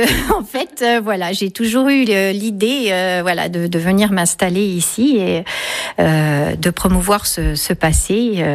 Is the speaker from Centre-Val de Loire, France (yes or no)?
no; Bourgogne-Franche-Comté, France; born there; now in Trémonzey, France; Alors moi, je suis née en Bourgogne.